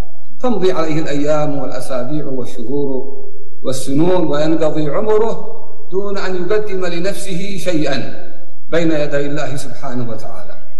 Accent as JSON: {"language": "Arabic", "country": "Yemen", "said": "عندنا في اليمن"}